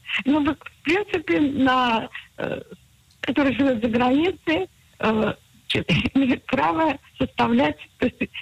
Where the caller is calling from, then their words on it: Jerusalem, Jerusalem District, Israel; Я из Иерусалима